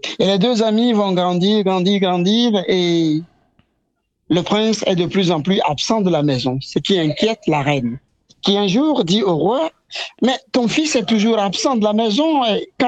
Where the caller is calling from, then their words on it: Lomé, Maritime, Togo; Alors, le Togo est un petit pays d'Afrique de l'Ouest. Mm-hmm. Il est au bord de l'océan. Il est situé entre le Ghana et le Bénin.